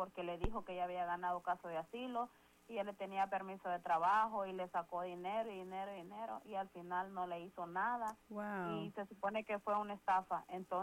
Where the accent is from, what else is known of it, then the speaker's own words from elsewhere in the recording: Virginia, United States; Entonces él se presentó ahí a Manassas, nosotros somos de Virginia, y lo detuvieron.